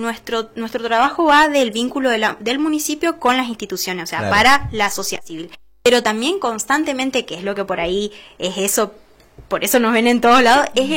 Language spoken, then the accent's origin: Spanish; Argentina; muy agradecida de poder estar haciéndolo en mi ciudad natal, que bueno, que esa es Peña